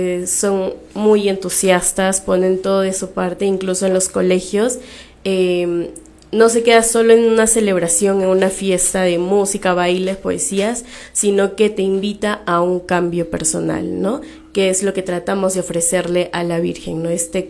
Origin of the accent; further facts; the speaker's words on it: Lima, Peru; soy de Lima, de uh-huh. la parroquia María Auxiliadora de Breña, pero también soy exalumna de las Hijas de María Auxiliadora en Barrios Altos.